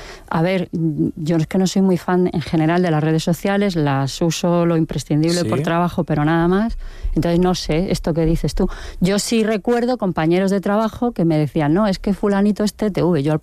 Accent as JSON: {"language": "Spanish", "town": "Madrid", "region": "Community of Madrid", "country": "Spain", "moved": "as an adult", "lives_now": "Toledo, Spain", "said": "Yo vengo de Madrid"}